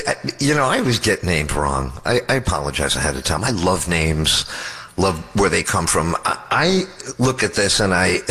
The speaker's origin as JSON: {"language": "English", "region": "New York", "country": "United States", "tie": "born or raised there", "said": "they're shot on location in my hometown up there, NY."}